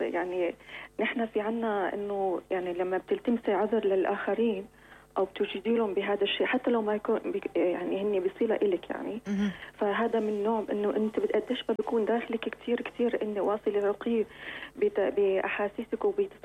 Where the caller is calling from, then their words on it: Hama, Hama Governorate, Syria